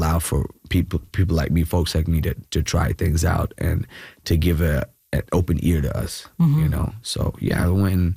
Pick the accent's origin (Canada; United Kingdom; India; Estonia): India; Kerala; now in Bangalore, India